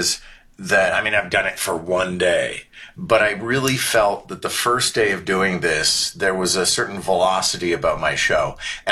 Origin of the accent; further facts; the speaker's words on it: Montreal, Quebec, Canada; now in Toronto, Canada; I was born and raised in Montreal. I always say it's a bit like being born and raised in Florence. You'll never forget it. But I came to Toronto in 2003, and I'm nuts about the place.